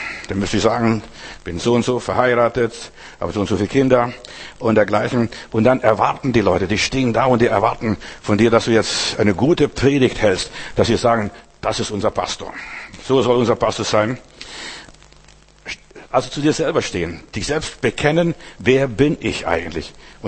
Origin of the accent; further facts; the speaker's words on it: Germany; Ich muss mich schämen, dass ich ein Deutscher bin.